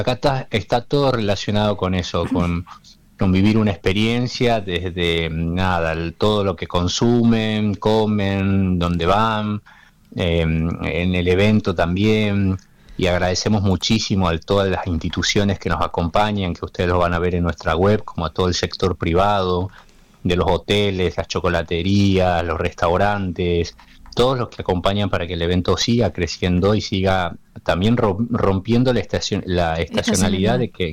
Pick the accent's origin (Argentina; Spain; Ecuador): Argentina; Tucumán; Yo que soy tucumano, ¿dónde nadás en aguas frías en Tucumán?